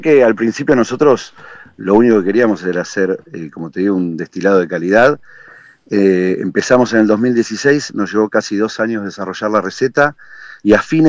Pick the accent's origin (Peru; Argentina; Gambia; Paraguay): Argentina; Buenos Aires; born there; also born or lived in Villa Devoto, Buenos Aires; now in Hurlingham, Argentina; Yo, en Capital, en Villa del Parque